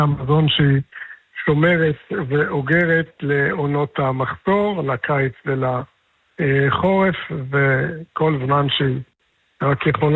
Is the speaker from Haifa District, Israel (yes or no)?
no; Mishmar HaEmek, Northern District, Israel; ובתור מי שגדל לא בכפר בילו אלא במקרה דווקא במשמר העמק, במקור אני ממשמר העמק … ממשמר העמק.